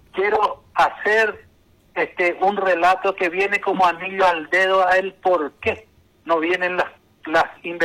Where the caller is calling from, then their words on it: Altos, Cordillera, Paraguay; le llamo de Altos.